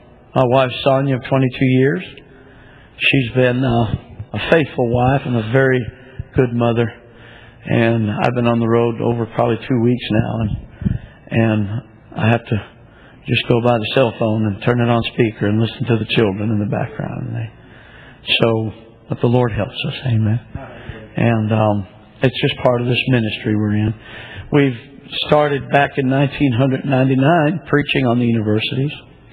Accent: Neosho, Missouri, United States; we hail from Neosho, Missouri.

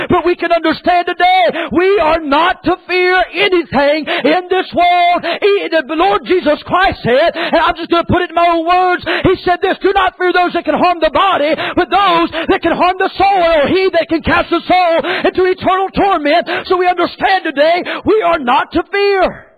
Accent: North Carolina, United States; I'm from North Carolina. We have woods there.

